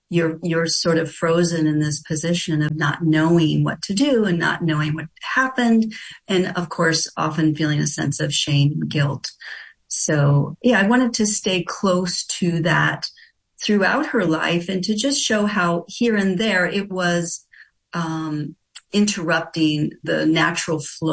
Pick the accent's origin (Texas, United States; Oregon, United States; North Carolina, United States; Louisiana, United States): Louisiana, United States; I grew up myself in Louisiana